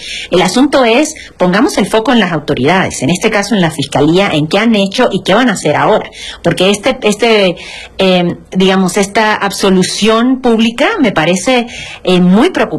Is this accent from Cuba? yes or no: yes; Cuba; porque yo pues nací en Cuba y es parte del discurso con el que yo crecí